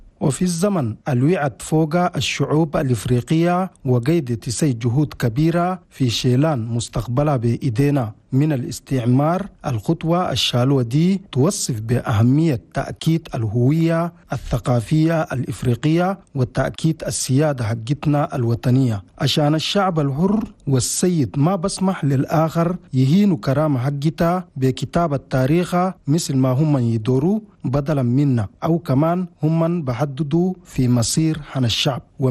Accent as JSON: {"language": "Arabic", "country": "Chad"}